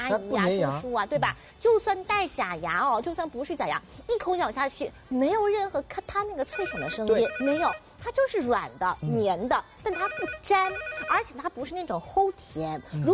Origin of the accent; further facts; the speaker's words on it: Shanghai, China; 我们上海人啊中国人